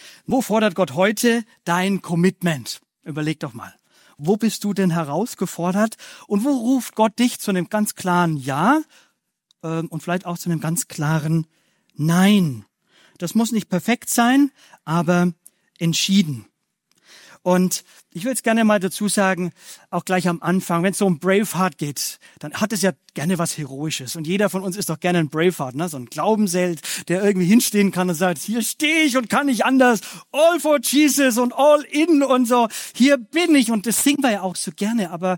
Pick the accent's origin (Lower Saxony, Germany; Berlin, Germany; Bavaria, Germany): Bavaria, Germany